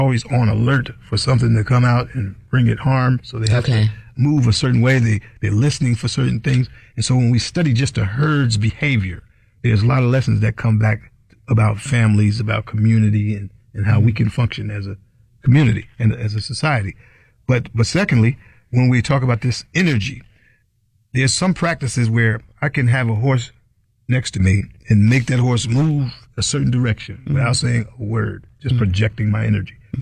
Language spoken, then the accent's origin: English; New York, United States; I had this dream coming up, growing up in New York in Hudson Valley